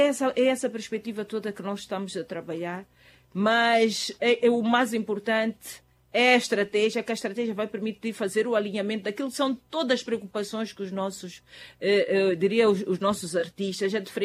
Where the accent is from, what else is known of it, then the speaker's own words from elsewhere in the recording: Mozambique; todos nós como moçambicanos